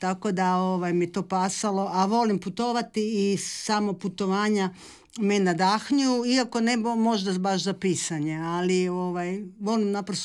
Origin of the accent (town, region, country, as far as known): Croatia